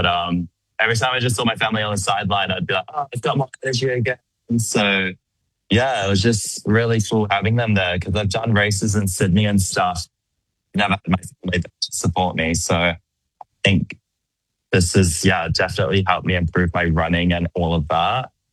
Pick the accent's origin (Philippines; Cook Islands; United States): Cook Islands; moved away as an adult; now in Australia; I'm from the Cook Islands. I grew up there and I left when I turned 18. I'm currently living in Australia.